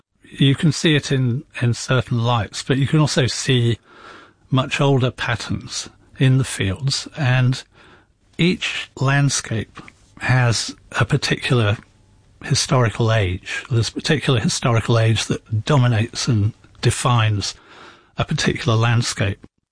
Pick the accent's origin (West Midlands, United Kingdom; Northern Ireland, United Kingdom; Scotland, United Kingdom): West Midlands, United Kingdom; because I grew up in Worcestershire near the Welsh border. And reading it in the medieval English, think, oh yeah, that's the way people talk at my local pub.